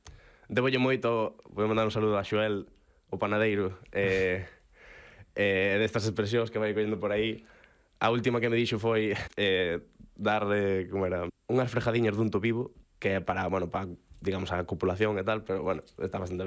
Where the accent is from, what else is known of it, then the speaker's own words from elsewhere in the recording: Silleda, Galicia, Spain; Eu teño ido bastante porque son de Silleda, hai que ir a Fervenza do Toxa